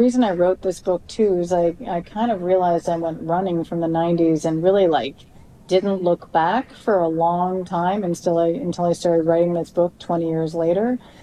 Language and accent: English; Canada; I was raised in Canada